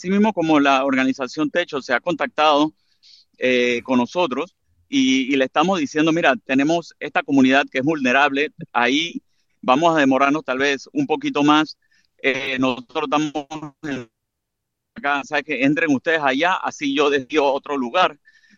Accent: Panama; lo hablo como ingeniero, como panameño

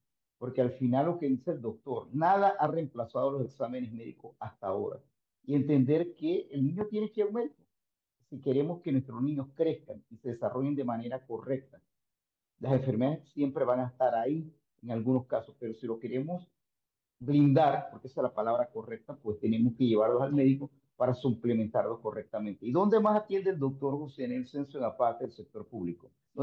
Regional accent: Panama; somos panameños

